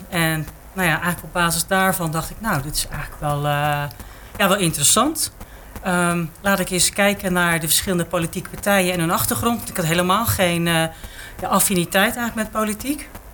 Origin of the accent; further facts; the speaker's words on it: Gouda, South Holland, Netherlands; Ik ben geboren en getogen Goudenaar.